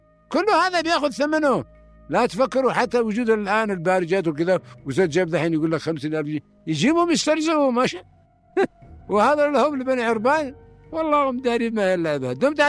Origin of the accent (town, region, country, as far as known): Yemen